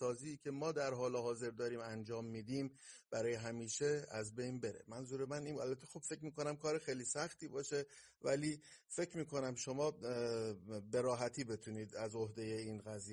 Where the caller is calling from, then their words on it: Iran; ما ایرانی هستیم